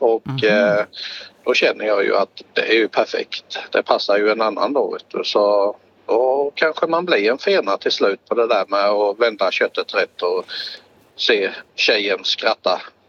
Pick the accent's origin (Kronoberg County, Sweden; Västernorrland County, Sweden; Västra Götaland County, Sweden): Kronoberg County, Sweden; Växjö; Nej, jag är smålänning. Växjöbo, vet du.